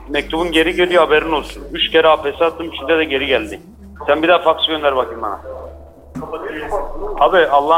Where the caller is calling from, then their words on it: Aydın, Turkey; Abi ben Aydın Açık'tan arıyorum